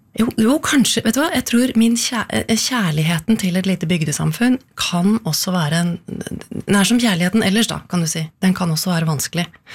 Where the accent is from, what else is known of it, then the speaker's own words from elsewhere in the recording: Koppang, Innlandet, Norway; Ja, jeg har vokst opp på Koppang i Stor-Elvdal kommune. Og det ligger midt mellom, hva skal jeg si da? Midt mellom Elverum og Tynset, i Midt-Østerdalen. Der Glomma renner gjennom